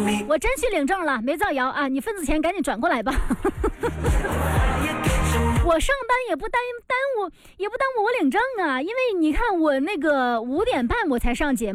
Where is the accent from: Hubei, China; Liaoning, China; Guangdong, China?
Guangdong, China; Chaoshan; accent: Chaoshan; 我们潮汕方言我们是读阿骂